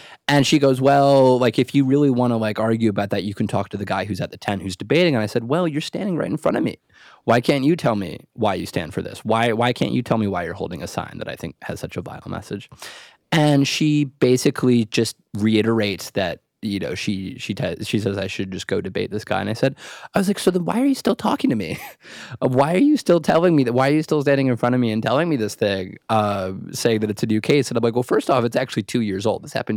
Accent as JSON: {"language": "English", "town": "Ithaca", "region": "New York", "country": "United States", "tie": "born or raised there", "said": "As someone who's actually from Ithaca, I think I also maybe can speak to this a little bit more. I grew up in Ithaca. I was born and raised there."}